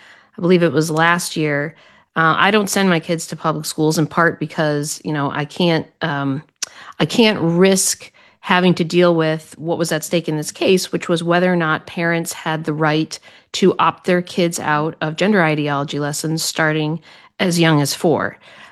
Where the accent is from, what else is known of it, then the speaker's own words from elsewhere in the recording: Colorado, United States; a universal pre-K funding program in my home state of Colorado.